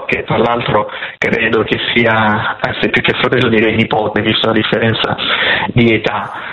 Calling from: Lecce, Apulia, Italy; sono da Lecce.

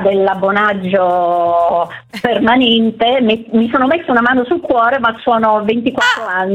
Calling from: Monza, Lombardy, Italy; Siamo da Monza

